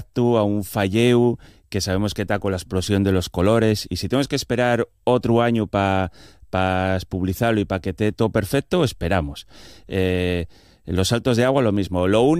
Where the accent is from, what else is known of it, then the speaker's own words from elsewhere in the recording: Avilés, Asturias, Spain; yo soy de Avilés, pero viví muchos años en la cuenca minera